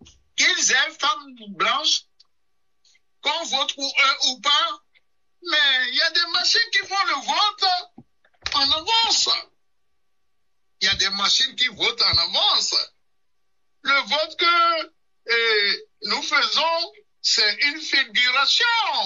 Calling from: Benin; chez nous, au Bénin

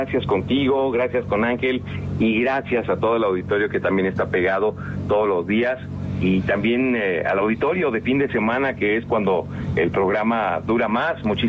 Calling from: Mexico; totalmente en vivo desde México, lindo y querido.

